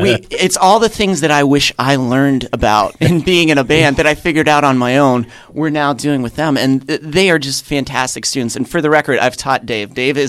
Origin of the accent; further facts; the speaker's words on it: Pittsburgh, Pennsylvania, United States; I did grow up in the South Hills. I grew up in the South Hills.